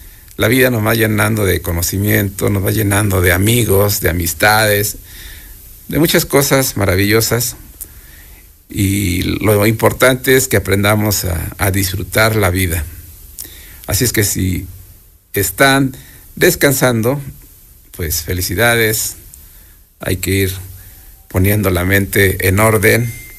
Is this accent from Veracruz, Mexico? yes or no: no; Izúcar de Matamoros, Puebla, Mexico; muchos recuerdos maravillosos para los que somos de aquí de Izúcar